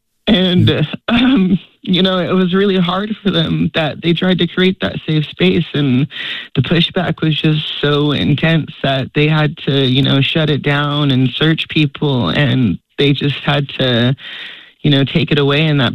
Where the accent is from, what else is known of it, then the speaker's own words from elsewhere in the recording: Fort Hall, Idaho, United States; now in Elko, United States; because I'm originally from Fort Hall, Idaho, from the Shoshone-Bannock tribes, and I've been in Elko the last 4 years.